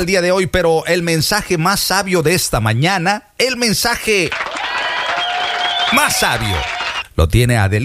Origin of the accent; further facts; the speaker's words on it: Veracruz, Mexico; soy de oro, soy jarocho.